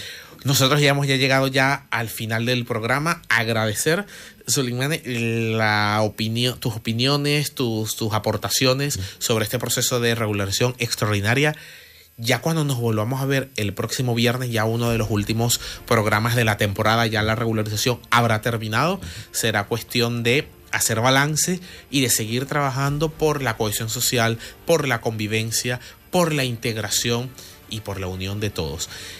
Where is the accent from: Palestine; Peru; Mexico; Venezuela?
Venezuela; now in Spain; yo soy un venezolano, que un catalán nacido en Venezuela